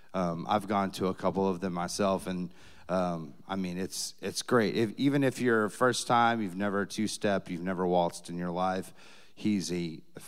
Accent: Texas, United States; moved away; I'm from Texas originally

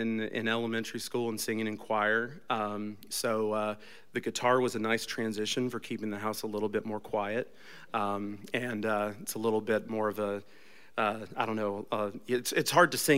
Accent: Bossier City, Louisiana, United States; also born or lived in California / Montgomery, Alabama; now in Nashville, United States; My father was in the Air Force, so we started in Bossier City, then made our way out to California, then Montgomery, Alabama at Maxwell Air Force Base.

